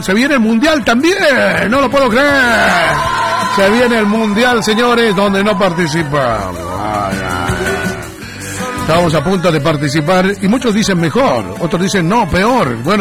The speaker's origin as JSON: {"language": "Spanish", "country": "Argentina", "said": "y nosotros somos argentinos"}